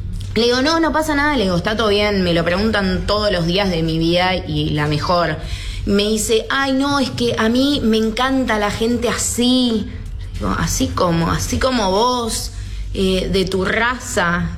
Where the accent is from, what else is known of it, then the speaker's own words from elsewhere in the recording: Argentina; no, soy argentina.